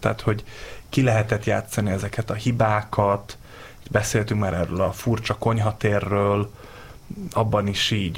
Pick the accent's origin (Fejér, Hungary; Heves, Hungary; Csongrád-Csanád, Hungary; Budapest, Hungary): Csongrád-Csanád, Hungary; Szeged; De én meg szegedi vagyok